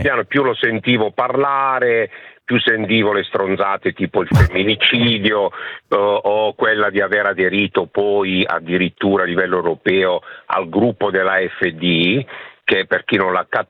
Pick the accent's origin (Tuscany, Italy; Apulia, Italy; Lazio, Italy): Apulia, Italy; now in Como, Italy; Per me che sono pugliese di origine e vivo a Como dall'83 è sempre un problema pronunciare la O.